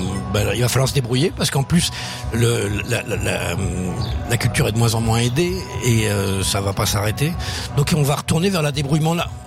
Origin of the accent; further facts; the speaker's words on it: France; Je parle en tant que Français